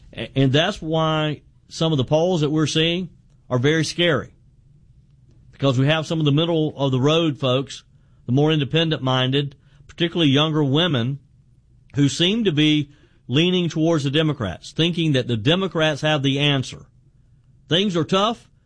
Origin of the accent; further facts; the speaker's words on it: South Carolina, United States; He famously did it way back when with my home state senator, the late Lindsey Graham.